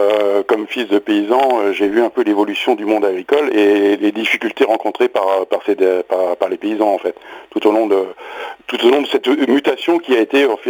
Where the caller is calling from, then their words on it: Pays de la Loire, France; j'appelle de la Sarthe, de l'ouest de la Sarthe exactement, près de Loué.